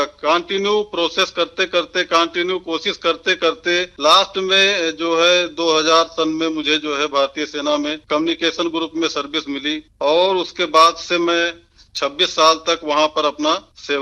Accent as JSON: {"language": "Hindi", "town": "Gonda", "region": "Uttar Pradesh", "country": "India", "moved": "as an adult", "said": "ग्राम Utraula, post Paraspur, district Gonda, Uttar Pradesh का निवासी हूँ।"}